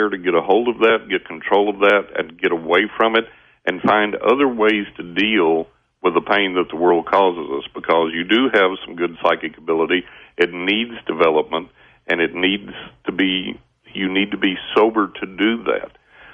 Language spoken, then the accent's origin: English; Texas, United States; Well, I am from West Texas, Lance.